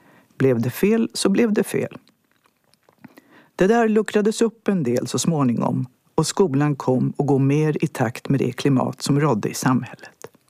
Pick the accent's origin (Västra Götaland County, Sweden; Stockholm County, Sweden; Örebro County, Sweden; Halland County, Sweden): Stockholm County, Sweden; Stockholm; Då flyttade familjen till Stockholms innerstad som har varit min hemort sedan dess.